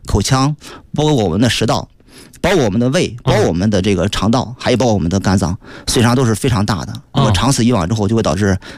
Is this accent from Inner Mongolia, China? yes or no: no; Shandong, China; 我老家山东